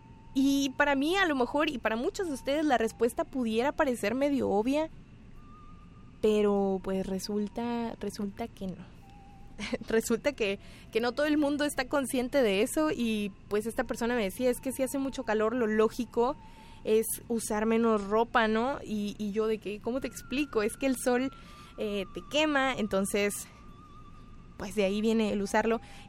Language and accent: Spanish; northern Mexico, Mexico; las personas que somos del norte de México, el área donde principalmente se dio más la ganadería, pues nos sentimos mucho más identificados de lo que quisiéramos, porque nos recuerda bastante al entorno en el que vivimos